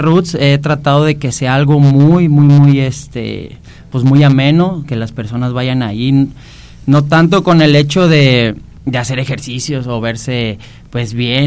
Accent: Jalisco, Mexico; donde yo soy, de ahí de Jalisco, saludos a todos los de Jalisco.

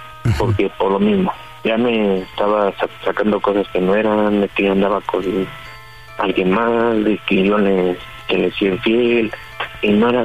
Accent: Tlalpan, Mexico City, Mexico; 33, soy de la Ciudad de México, de la delegación Tlalpan.

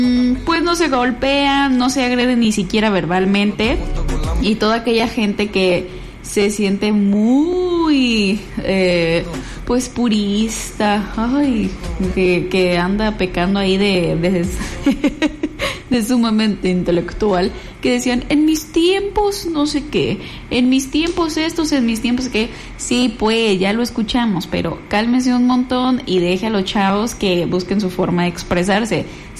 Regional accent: Morelia, Michoacán, Mexico; somos de Morelia

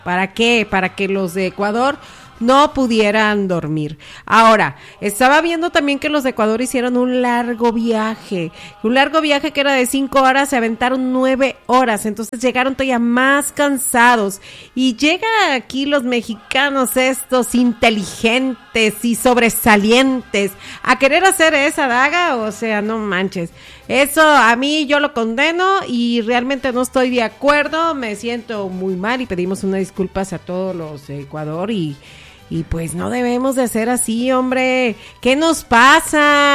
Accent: Mexico; yo también estoy molesta y soy mexicana

